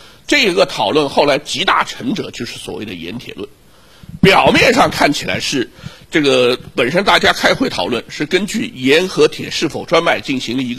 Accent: China; 我们中国人

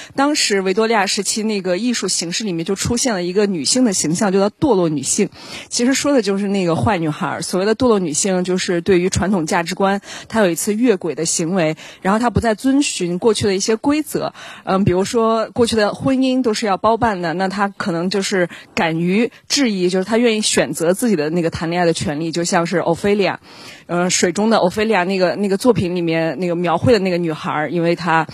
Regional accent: Shandong, China; 因为我小时候在山东长大嘛，我觉得我们那边对女孩的限制特别的多

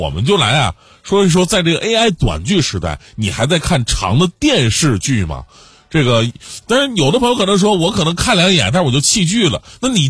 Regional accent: Northeast China, China; 我们东北人怎么了？

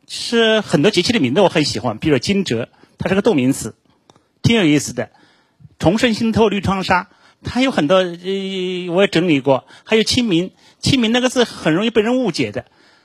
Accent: Anhui, China; moved away; 包括我是老家山安徽的，

